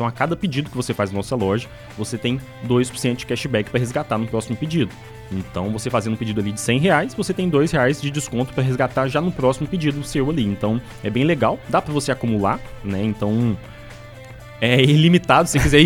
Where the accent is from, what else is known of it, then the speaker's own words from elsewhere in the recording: Mateus Leme, Minas Gerais, Brazil; nós somos aqui de Matheus Leme e somos gente da gente.